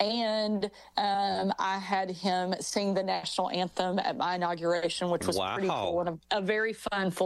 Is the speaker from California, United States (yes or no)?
no; Little Rock, Arkansas, United States; I went to Little Rock Central High, and our mascot was the Tigers.